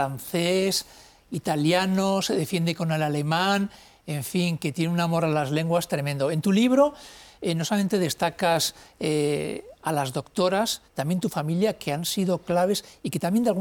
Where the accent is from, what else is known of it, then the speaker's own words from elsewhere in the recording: Pamplona, Navarre, Spain; now in Madrid, Spain; yo soy de Pamplona